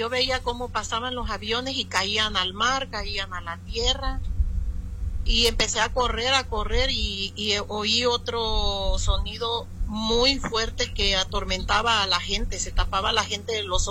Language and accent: Spanish; Acapulco, Guerrero, Mexico; Yo soy de Acapulco, Guerrero